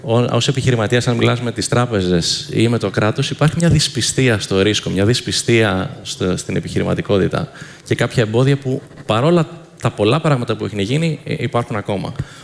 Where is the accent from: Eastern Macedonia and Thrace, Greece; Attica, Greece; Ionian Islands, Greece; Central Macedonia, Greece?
Attica, Greece; Athens; moved away as an adult; now in New York, United States; μεγάλωσα στην Αθήνα, μεγάλωσα στην Ελλάδα, τελείωσα το Λύκειο εδώ. Είμαι σχεδόν 30 χρόνια τώρα στην Αμερική, στη Νέα Υόρκη.